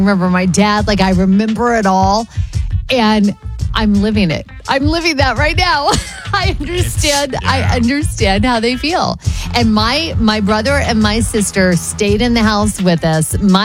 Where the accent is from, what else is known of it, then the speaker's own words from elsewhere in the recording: Riverside, California, United States; also born or lived in Oklahoma; when I was a kid, I think I was in second grade, and we moved from Oklahoma to Riverside, California.